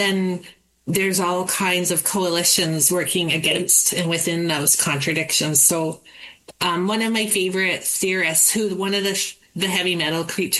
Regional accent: Kamloops, British Columbia, Canada; but I grew up in Kamloops.

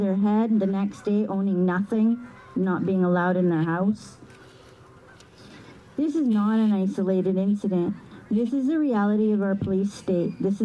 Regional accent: Vancouver, British Columbia, Canada; I'm a member of the Shnanamok tribe. I grew up in Vancouver and on Vancouver Island.

